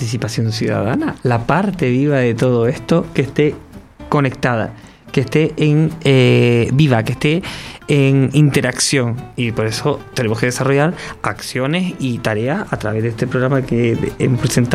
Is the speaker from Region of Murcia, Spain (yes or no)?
no; Canary Islands, Spain